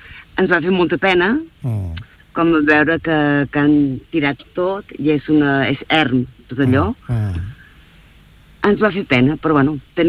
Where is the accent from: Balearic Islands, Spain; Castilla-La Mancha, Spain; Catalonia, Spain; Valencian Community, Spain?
Catalonia, Spain; jo soc de l'Alt Empordà